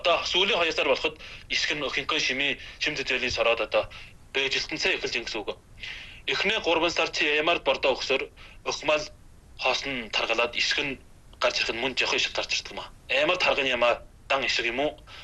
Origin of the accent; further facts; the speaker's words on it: Inner Mongolia, China; Манай өвөр Монгол орн хол хол сууж байгаа биш үү да.